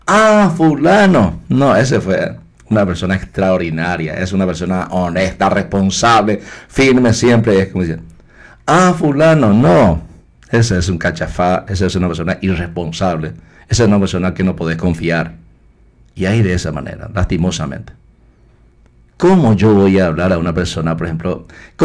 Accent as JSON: {"language": "Spanish", "country": "Paraguay", "said": "Yo, como paraguayo, quiero que mi país sea diferente."}